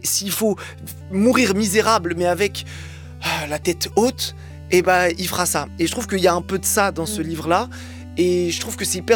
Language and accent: French; Algeria